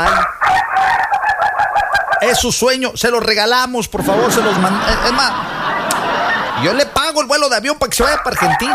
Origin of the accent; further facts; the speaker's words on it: Mexico; Y muchos mexicanos, millones, nos indignamos.